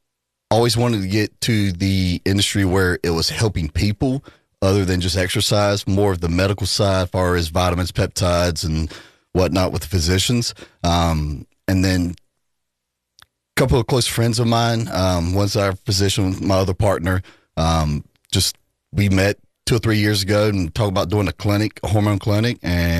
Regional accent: Wilmington, North Carolina, United States; moved away as an adult; now in Florence, United States; I'm actually from born and raised in Wilmington, North Carolina.

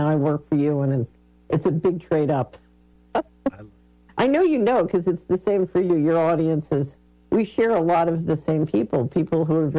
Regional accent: Philadelphia, Pennsylvania, United States; Yeah, I grew up in West Philadelphia.

